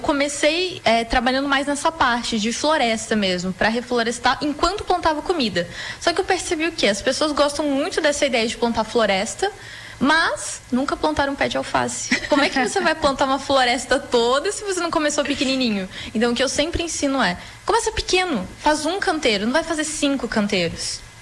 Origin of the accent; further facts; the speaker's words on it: Rio Grande do Sul, Brazil; Sim, não, eu cresci, a minha infância inteira foi no meio do mato, com os meus avós, porque eles moram, né, na roça que a gente fala, com milho, com soja